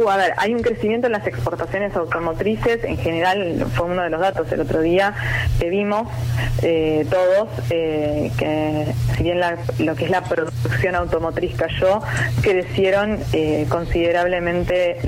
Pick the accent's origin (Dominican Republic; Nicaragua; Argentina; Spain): Argentina